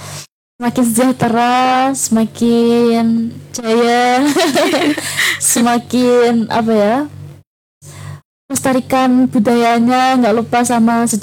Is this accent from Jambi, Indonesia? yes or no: no; Ngawi, East Java, Indonesia; aku dari kecil hidup di Ngawi, lahir di Ngawi, terus banyak kenangan di Ngawi, kayak Ngawi tuh kayak tempat pulang, tempat tersendiri di hati gitu ya.